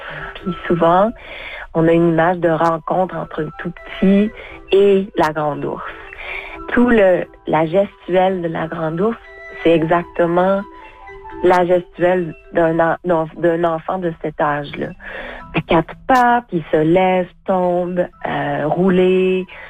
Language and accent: French; Sept-Îles, Quebec, Canada; now in Vancouver, Canada; Je suis née à Sept-Îles.